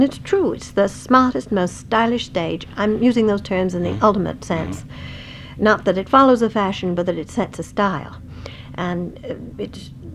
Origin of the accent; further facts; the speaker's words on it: Hollywood, California, United States; You see, I grew up in Hollywood, and I loved Hollywood.